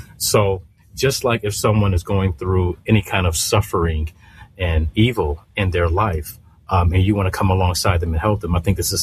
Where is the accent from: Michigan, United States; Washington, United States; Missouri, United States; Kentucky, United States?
Michigan, United States; Detroit